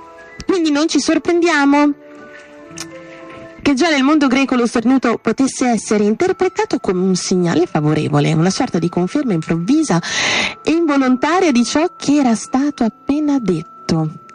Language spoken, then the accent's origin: Italian; Bologna, Emilia-Romagna, Italy; almeno a Bologna, essendo io bolognese, sono abituata a dire anche bandessa